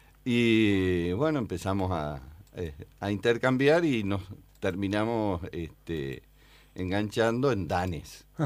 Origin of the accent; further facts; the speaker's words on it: Buenos Aires Province, Argentina; moved away as an adult; Yo soy bonaerense, hoy lo llaman AMBA.